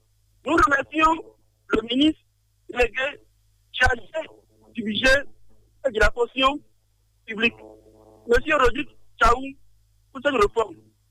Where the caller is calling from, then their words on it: Cotonou, Littoral, Benin; Je vous appelle de Fitoagui, à Cotonou.